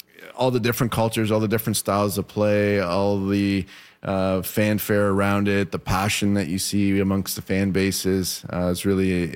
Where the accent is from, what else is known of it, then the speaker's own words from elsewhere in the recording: Canada; being a Canadian growing up here